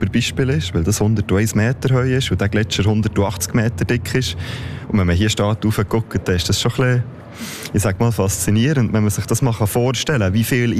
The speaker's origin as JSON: {"language": "German", "town": "Kandersteg", "region": "Bern", "country": "Switzerland", "tie": "born or raised there", "said": "Ich bin in Kandersteg aufgewachsen"}